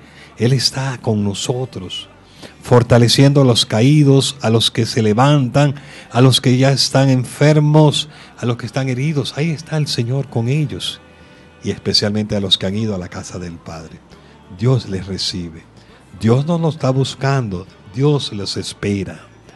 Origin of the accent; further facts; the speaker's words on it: Venezuela; en todo mi pueblo, en toda mi hermosa patria venezolana